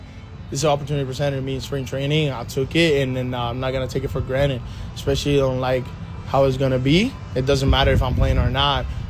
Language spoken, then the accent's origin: English; Puerto Rico; born or raised there